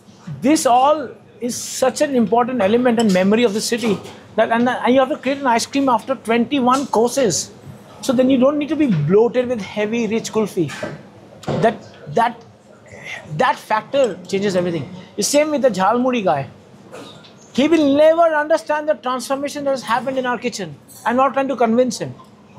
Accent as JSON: {"language": "English", "country": "India", "said": "which I think is India's, I think it's better than vanilla for me, because I'm Indian."}